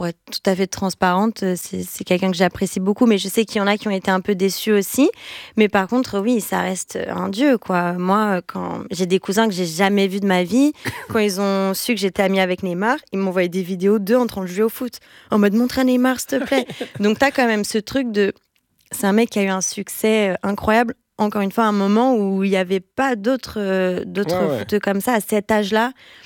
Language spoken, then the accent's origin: French; Brazil; now in France; moi en tant que Brésilienne en France